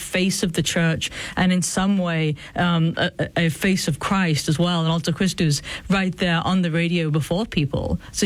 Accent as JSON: {"language": "English", "region": "England", "country": "United Kingdom", "tie": "born or raised there", "said": "I think we're roughly the same age, but I was growing up in England"}